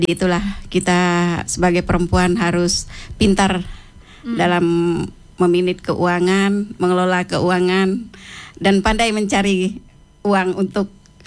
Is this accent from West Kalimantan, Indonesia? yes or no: yes; Kapuas Hulu, West Kalimantan, Indonesia; now in Sintang, Indonesia; saya kan orang Kapuasulu.